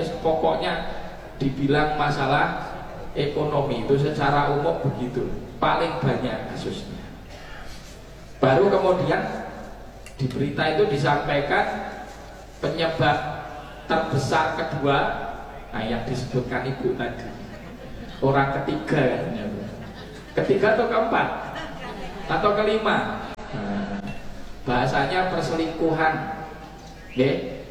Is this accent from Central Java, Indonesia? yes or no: yes; Tawangmangu, Central Java, Indonesia; kami di Tawangmangu